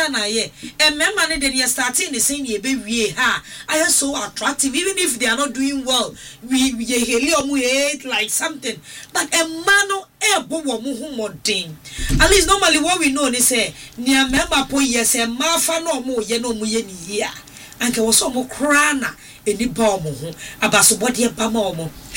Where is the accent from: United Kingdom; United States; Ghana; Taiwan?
Ghana; as a Ghanaian, as Ghanaians as we are, no, we don't support our own.